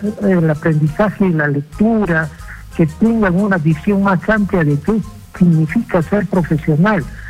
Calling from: Junín, Peru; desde Junín.

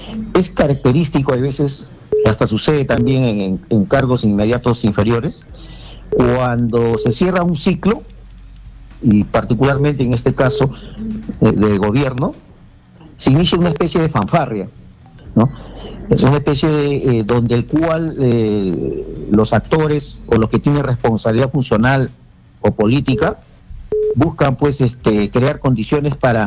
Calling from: Lima, Peru; Le estoy llamando de Huaycán. ¿Ya?

